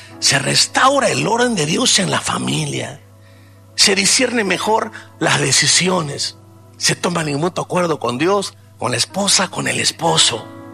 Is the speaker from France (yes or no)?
no; Bolivia; nos identificamos como bolivianos, sí, pero somos más que bolivianos.